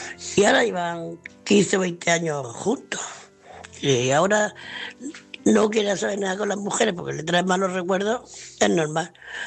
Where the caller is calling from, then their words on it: Murcia, Region of Murcia, Spain; de Murcia.